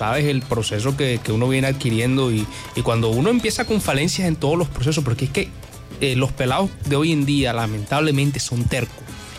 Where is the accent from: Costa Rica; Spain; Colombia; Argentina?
Colombia; Barranquilla, Atlántico; also born or lived in Valledupar; Y soy yo, pero yo tengo 15 años de estar radicado aquí en la ciudad de Barranquilla. Me vine de los 7, 8 años.